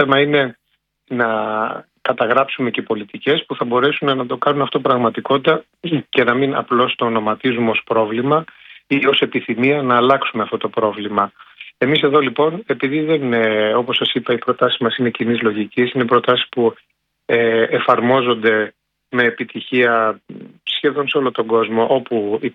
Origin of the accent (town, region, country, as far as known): Greece